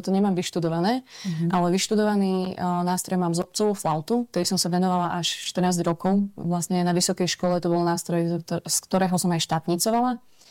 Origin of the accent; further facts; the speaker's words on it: Košice, Košice Region, Slovakia; also born or lived in Prešov; Pochádzam z Košíc. A tam stále aj žijem, ale zároveň pracujem v Prešove, čiže Prešov sa dá povedať, že je môjim druhým domovom a stalo sa to počas vysokej školy, lebo ja som študovala v Prešove na vysokej škole. Čiže ja si tu tak vlastne pendlujem medzi Košicami a Prešovou